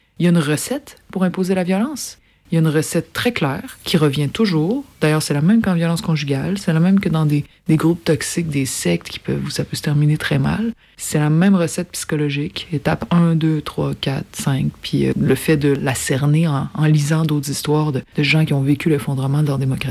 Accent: Canada; on est Canadien

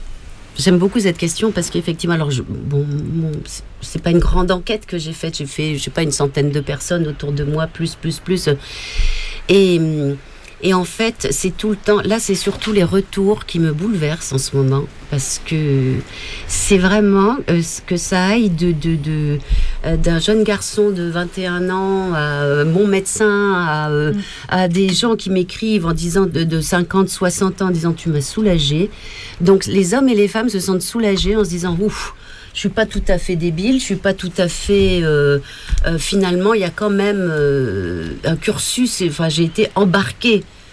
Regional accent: Tulle, Nouvelle-Aquitaine, France; Moi, je viens de Tulle, en Corrèze

